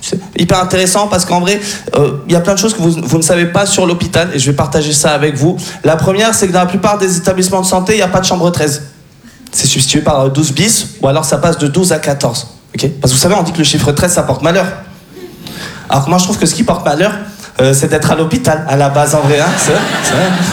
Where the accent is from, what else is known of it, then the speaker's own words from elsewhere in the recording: France; j'ai 28 ans, d'accord. Je suis français d'origine tunisienne. Parce qu'en fait, ma mère est française